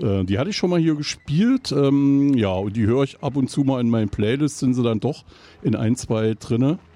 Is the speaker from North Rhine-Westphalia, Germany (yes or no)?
no; Eisenach, Thuringia, Germany; ich komme aus Eisenach